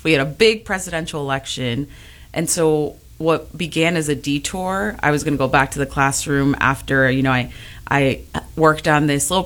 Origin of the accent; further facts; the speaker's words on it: Chicago, Illinois, United States; I was born and raised in Back of the Yards, for those who are familiar with the area. So, you know, working class, heavily immigrant community